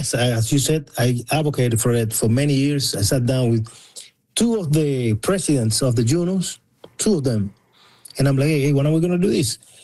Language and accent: English; Cuba; okay, I'm from Cuba, okay, I play, you know, all kinds of music, whatever